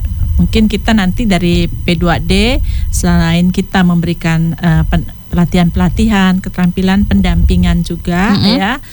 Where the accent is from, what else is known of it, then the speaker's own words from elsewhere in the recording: Kalimantan, Indonesia; Baik, kita menjadi perempuan Dayak ya. Karena kita sendiri orang Dayak ya, jadi sudah tahu.